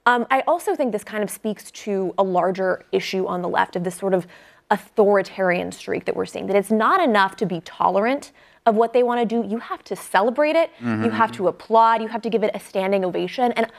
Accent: Oregon, United States; I'm old enough to remember when those coexist bumper stickers were really popular growing up outside Portland, Oregon.

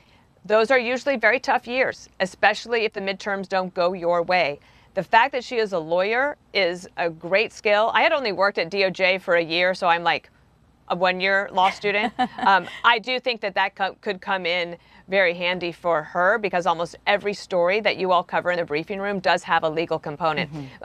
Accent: New York City, New York, United States; as a New Yorker

